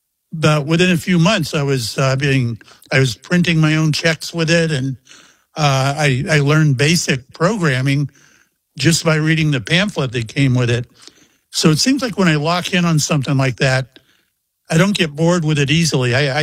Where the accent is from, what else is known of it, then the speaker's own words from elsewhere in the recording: Mayport, Florida, United States; out of my hometown of Mayport, where I live. I live 20 miles from the base.